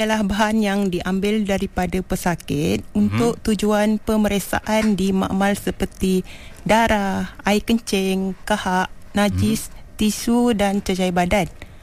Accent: Negeri Sembilan, Malaysia; Saya juga dari suku kaum Temuan. Temuan Negeri Sembilan.

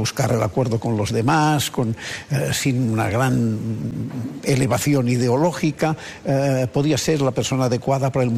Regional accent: Catalonia, Spain; Yo soy ciudadano de España, pero catalán, que es distinto, pero bueno.

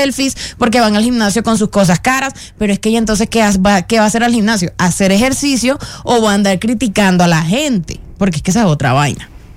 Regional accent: Ceres, Argentina; Cuando yo estaba de vacaciones en el pueblo donde yo soy, Ceres de Córdoba

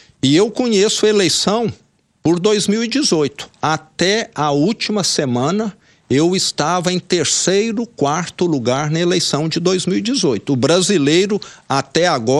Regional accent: Minas Gerais, Brazil; Eu venho do interior de Minas, de uma cidade que até cresceu muito ultimamente, mas que era pequena

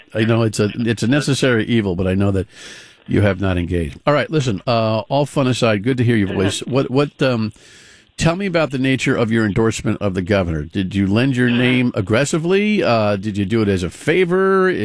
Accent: Cumberland, Rhode Island, United States; meaning the governor's own hometown, my hometown of Cumberland

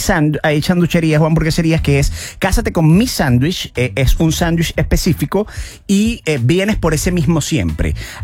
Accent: Venezuela; now in Chile; nosotros somos venezolanos

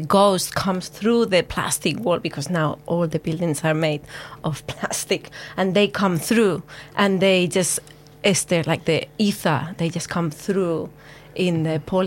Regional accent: Spain; I'm from Spain

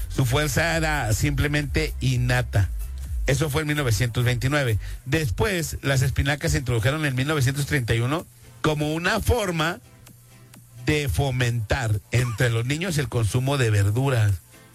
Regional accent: Mexico; somos mexicanos

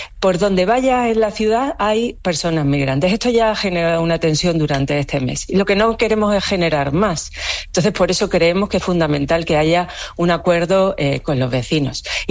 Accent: Ceuta, Spain; yo como española, como ceutí, como europea

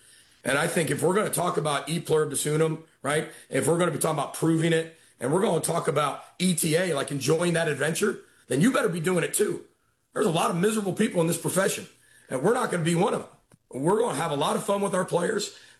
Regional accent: Midwest, United States; born or raised there

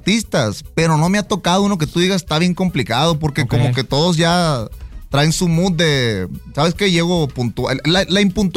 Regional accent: Ciudad Obregón, Sonora, Mexico; Yo soy de Ciudad Obregón, entonces fue el primer tema que quise sacar.

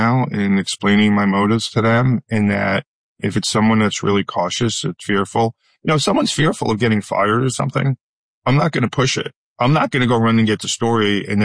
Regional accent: New York, United States; You know, I started out, I'm from New York. I started out at a radio station in New York

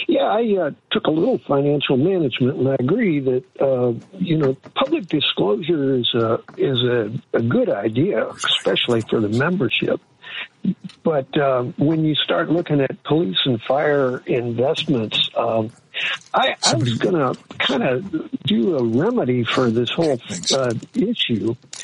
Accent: St. Louis, Missouri, United States; And the state of Missouri, I'm from St. Louis, state of Missouri had usury laws

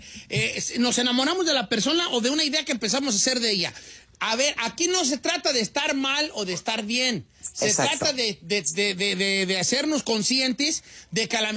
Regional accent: Pátzcuaro, Michoacán, Mexico; moved away

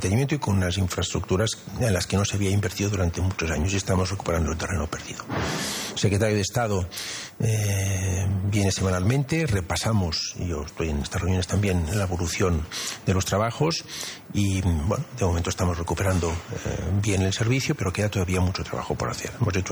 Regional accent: Catalonia, Spain; los catalanes somos españoles

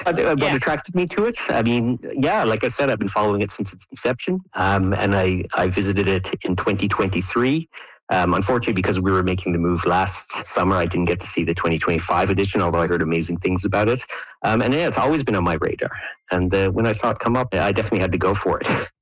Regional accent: St. John's, Newfoundland and Labrador, Canada; moved away as an adult; You know, I'm from St. John's originally, of course, and studied in Grenfell in Cornerbrook. And then in 99, I moved away. So, I mean, I still return home because of all my family connections and stuff are all there, of course.

